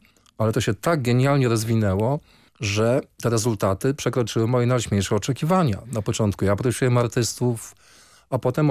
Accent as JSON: {"language": "Polish", "town": "Działdowo", "region": "Warmian-Masurian Voivodeship", "country": "Poland", "tie": "born or raised there", "moved": "as an adult", "said": "urodziłem się w Działdowie, małe mazurskie miasteczko. W 76 roku po maturze wyjechałem z tego miasteczka, żeby tam więcej nigdy nie wrócić, z takim postanowieniem. Ale teraz na stare lata zaczęło mnie ciągnąć"}